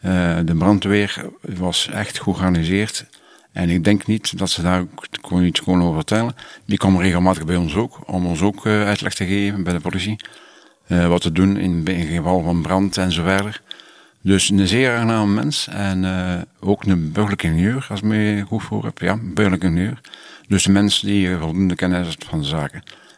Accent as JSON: {"language": "Dutch", "town": "Ghent", "region": "Flanders", "country": "Belgium"}